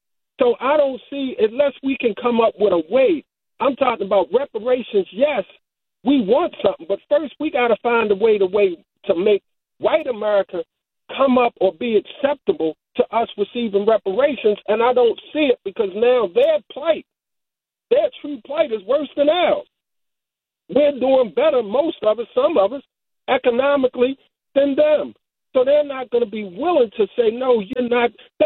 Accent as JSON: {"language": "English", "town": "Baltimore", "region": "Maryland", "country": "United States", "tie": "born or raised there", "said": "I'm from Baltimore too, so when I went in Cherry Hill to the barbershop as a little boy, I looked at the Jet Centerfold."}